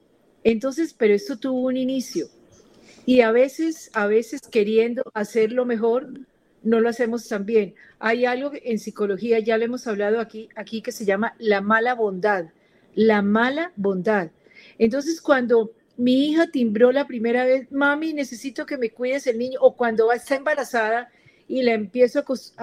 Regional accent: Colombia; todos somos colombianos

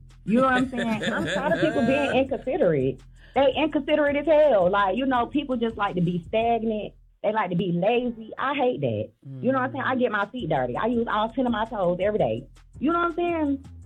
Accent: Columbia, South Carolina, United States; I'm from Columbia, South Carolina.

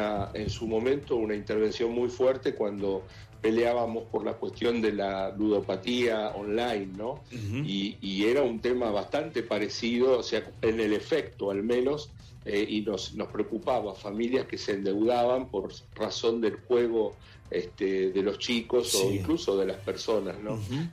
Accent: Argentina; nuestra vida como argentinos

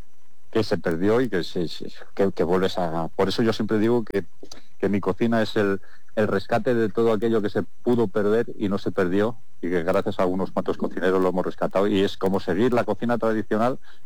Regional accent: Zamora, Castile and León, Spain; Sí, soy de Zamora, sí.

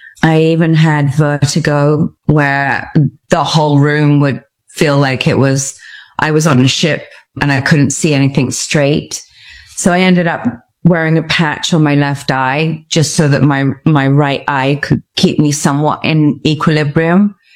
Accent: Stratford-upon-Avon, West Midlands, United Kingdom; moved away as an adult; also born or lived in Mexico; go back to England, because I'm obviously from Stratford-upon-Avon in England. You can tell by my accent. And so I decided to go home to England

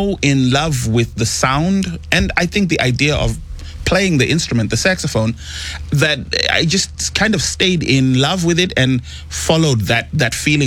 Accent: Zimbabwe; I am born and bred in Zimbabwe, which is in Southern Africa.

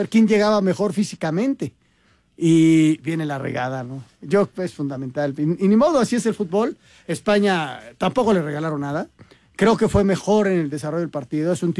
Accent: Mexico; mi familia es de allá, yo soy mexicano

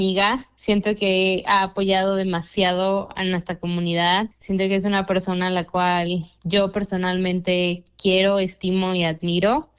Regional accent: Mexico; moved away as an adult; now in Telluride, United States; mexicana, llevo viviendo aquí en Telluride casi 2 años y medio.

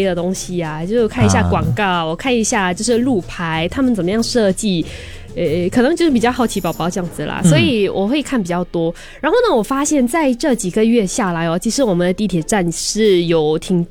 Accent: Singapore; 因为我们新加坡就是双语教育嘛，

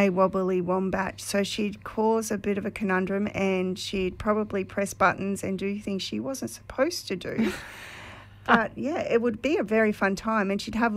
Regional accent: Sydney, New South Wales, Australia; also born or lived in Wellington Point; now in Wynnum, Australia; Well, I grew up originally in Sydney, then moved to Wellington Point, and then now I live in Wynnum.

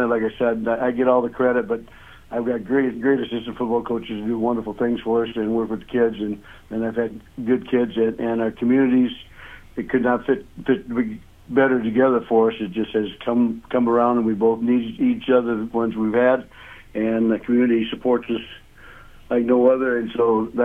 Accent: Woonsocket, South Dakota, United States; also born or lived in Sioux Falls; now in Emery, United States; I'm from Woonsocket originally

